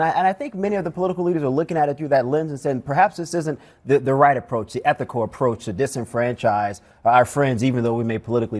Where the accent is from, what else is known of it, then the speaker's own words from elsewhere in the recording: the South, United States; I'm a Southerner.